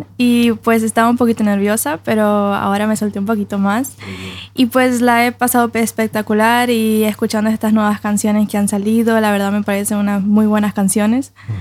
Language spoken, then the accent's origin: Spanish; Barcelona, Anzoátegui, Venezuela; moved away as an adult; now in Norway; La ciudad se llama Barcelona.